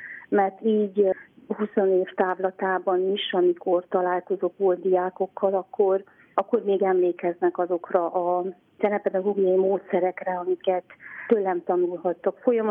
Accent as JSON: {"language": "Hungarian", "country": "Romania", "said": "nem kaptam karácsonyi pénzt, mert román vagyok, nem kaptam kollégiumi pótlékot, mert román vagyok"}